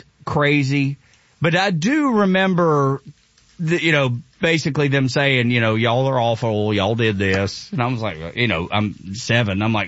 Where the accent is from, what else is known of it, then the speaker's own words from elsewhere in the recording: Dalton, Georgia, United States; And so the Trail of Tears started up near where I'm from. I'm from Dalton, Georgia.